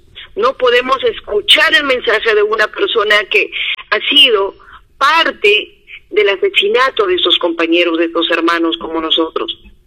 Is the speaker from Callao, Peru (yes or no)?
no; Cusco, Peru; que nos beneficia para nosotros tener gas como cusqueños